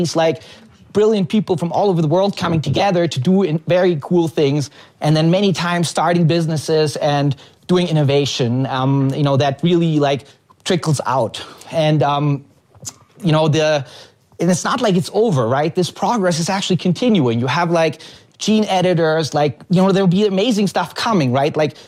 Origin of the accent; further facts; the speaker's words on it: Germany; moved away as an adult; now in United States; I'm from Germany